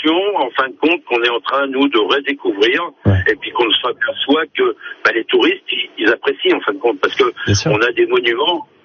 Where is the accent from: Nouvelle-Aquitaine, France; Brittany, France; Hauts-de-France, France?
Hauts-de-France, France; Voilà, je suis Picard, toute ma famille est de Picardie